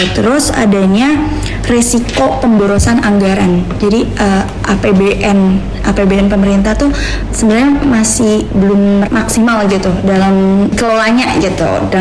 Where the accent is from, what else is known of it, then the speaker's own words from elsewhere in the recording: Sumber, West Java, Indonesia; asal saya dari Sumber.